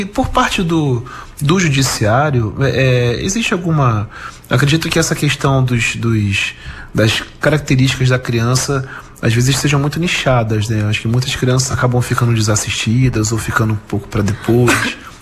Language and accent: Portuguese; Duque de Caxias, Rio de Janeiro, Brazil; born there; eu nasci em Gramacho, Duque de Caxias.